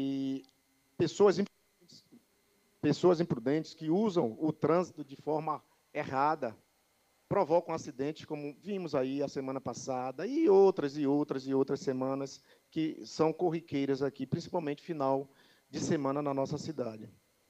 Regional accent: Conceição do Jacuípe, Bahia, Brazil; ao povo de Conceição de Jacuípe, ao povo da minha terra

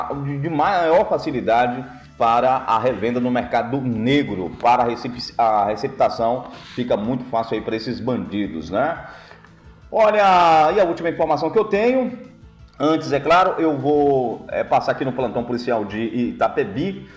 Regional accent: Camamu, Bahia, Brazil; Minha querida Valença, na costa do Dendê, e a minha querida Camamu, de onde eu sou oriundo.

